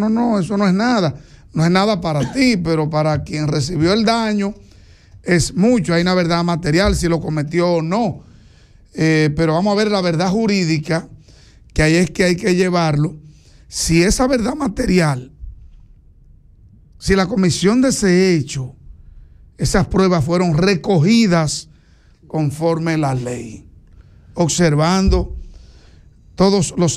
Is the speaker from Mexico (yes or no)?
no; Enriquillo, Barahona, Dominican Republic; born there; como ciudadano barahonero, que conozco a Gonzalo Castillo, que sus raíces son de mi pueblo, Enriquillo